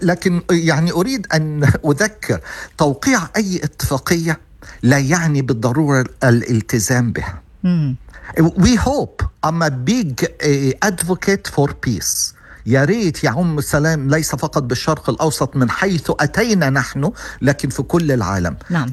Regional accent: Egypt; أنا كمصري شو خصني بإسرائيل وشو خصني بالفلسطينيين؟

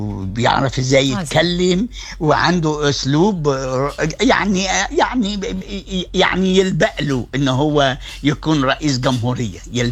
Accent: Egypt; عندنا في مصر

